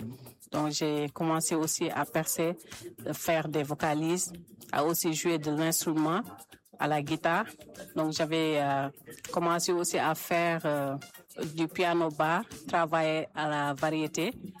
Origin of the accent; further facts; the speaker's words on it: Senegal; Donc, je suis sénégalaise, Halpoulard aussi.